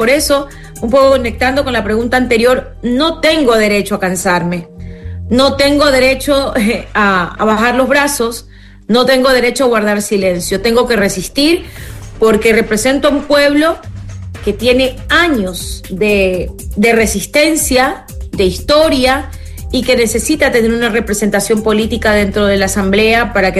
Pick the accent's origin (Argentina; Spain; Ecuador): Ecuador; Esmeraldas; Soy la única mujer negra en la Asamblea. Estamos Roberto Cuero, que es de Guayas, y yo que soy de Esmeraldas.